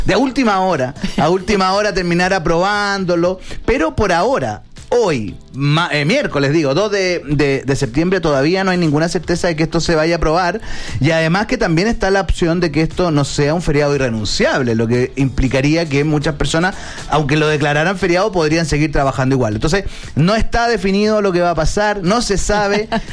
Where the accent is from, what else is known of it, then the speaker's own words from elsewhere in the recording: Chile; que yo creo que si nosotros como chilenos fuésemos personas productivas reales